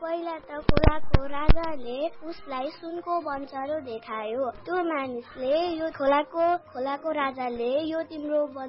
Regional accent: Belchautara, Gandaki Province, Nepal; मेरो घर बेलचौतारा सिलाङगारी हो।

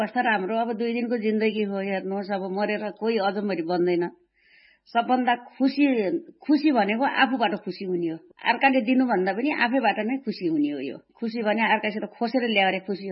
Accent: Dang, Lumbini Province, Nepal; also born or lived in Pyuthan; पहाड़को ठाउँमा जन्म। अब प्युठानमा भए पनि अब हुर्किन हामी दाङमा हुन्छ।

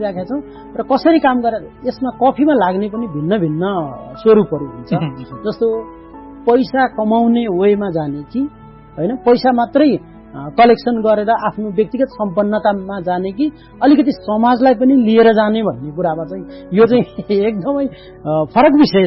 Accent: Sindhupalchok, Bagmati, Nepal; now in Kathmandu, Nepal; मेरो घर सिन्धुपाल्चोक हो

